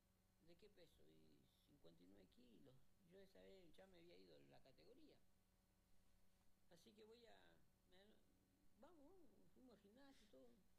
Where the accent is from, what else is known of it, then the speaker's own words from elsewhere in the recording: Centenario, Neuquén, Argentina; vuelvo a Centenario, como usted dijo, mi tierra, lo más grande que hay.